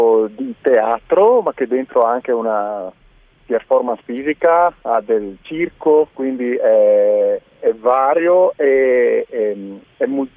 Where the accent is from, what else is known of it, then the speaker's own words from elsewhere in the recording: Rauscedo, Friuli-Venezia Giulia, Italy; Io sono originario di Rauscedo.